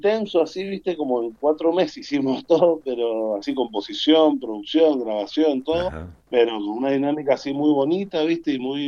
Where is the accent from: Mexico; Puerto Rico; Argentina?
Argentina; Las Heras; yo soy de acá de Las Heras.